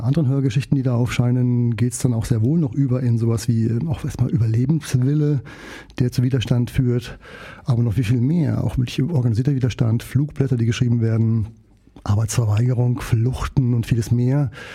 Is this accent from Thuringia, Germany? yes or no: yes; Thuringia, Germany; mein Nachbarort, ne, da komme ich ja her aus Südthüringen